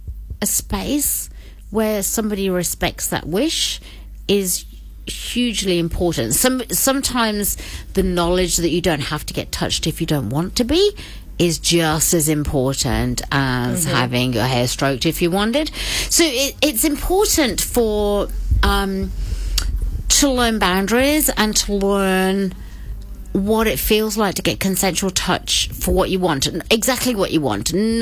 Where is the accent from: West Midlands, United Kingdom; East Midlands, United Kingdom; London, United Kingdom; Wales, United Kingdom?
West Midlands, United Kingdom; Birmingham; accent: Birmingham; Where I come from, Birmingham.